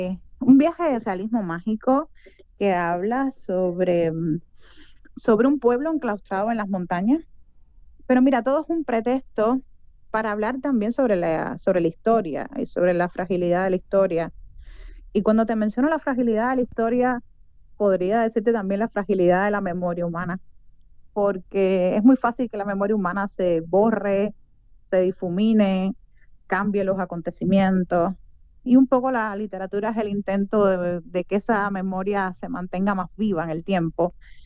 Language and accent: Spanish; Cuba; para quienes somos cubanos, para que vivimos allá ya más de 2 años